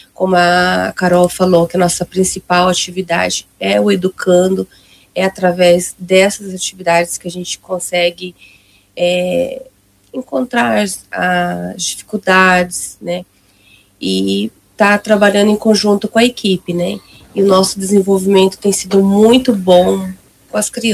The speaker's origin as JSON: {"language": "Portuguese", "town": "Ponta Porã", "region": "Mato Grosso do Sul", "country": "Brazil", "said": "Eu sou daqui de Ponta Porã mesmo."}